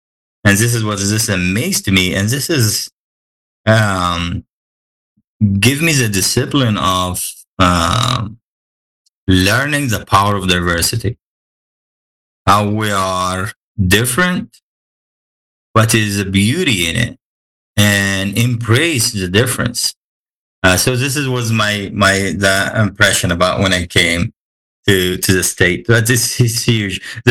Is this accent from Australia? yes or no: no; Egypt; now in Kansas City, United States; Like I grew up in Egypt, and we have Egyptian Muslims and Egyptian Christians.